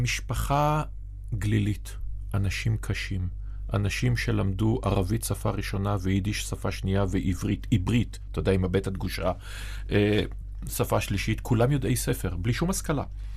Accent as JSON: {"language": "Hebrew", "town": "Haifa", "region": "Haifa District", "country": "Israel", "tie": "born or raised there", "said": "ואני גדלתי בחיפה, שזה אומנם הכרמל, אבל זו מדינה שונה מאוד מזו של היום."}